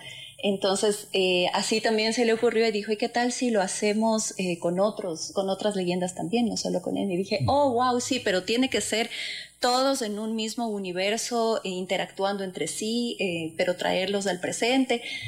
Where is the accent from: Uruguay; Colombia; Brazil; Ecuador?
Ecuador